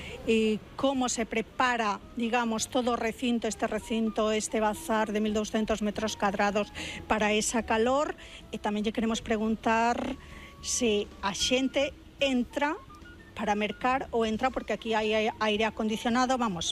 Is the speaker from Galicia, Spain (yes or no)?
yes; Ourense, Galicia, Spain; Somos de Ourense.